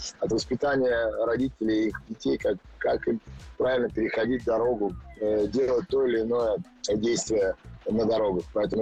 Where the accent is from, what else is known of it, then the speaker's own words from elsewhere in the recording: Moscow, Russia; also born or lived in Mozhaysk; Я рос в Москве, у меня родители учились, работали в Москве, я рос, в принципе, в Москве до 3 лет, я был в Можайске. Бабушки меня немножко воспитывали, потом я рос в Москве.